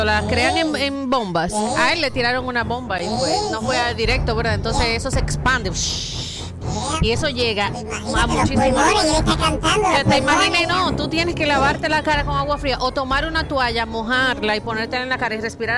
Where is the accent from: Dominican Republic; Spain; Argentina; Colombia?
Dominican Republic; Cibao; Entonces yo vengo de un pueblo, el Cibao, ¿verdad?